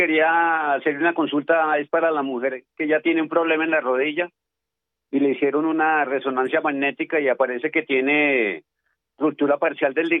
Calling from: Soacha, Cundinamarca, Colombia; hablo de Soacha, Cundinamarca.

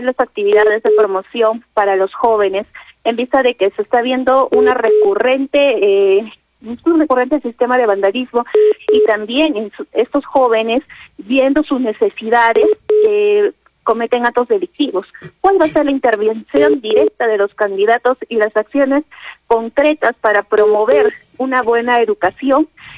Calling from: Arequipa, Peru; del distrito de Caima, de la zona de Rafael Belabonde.

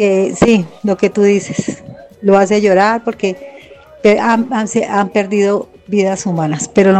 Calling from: Bogotá, Colombia; la de Tintal.

